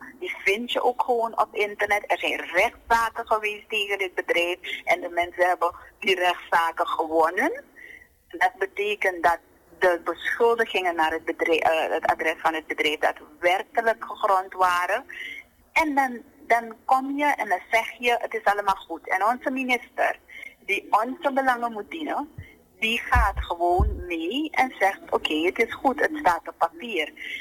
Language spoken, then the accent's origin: Dutch; Suriname; wij als Surinamers